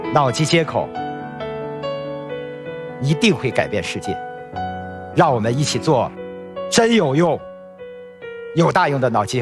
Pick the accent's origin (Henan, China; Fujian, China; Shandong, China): Shandong, China; Yantai; 我来自烟台，一个海边的城市。我小时候特别喜欢坐在海边看大海。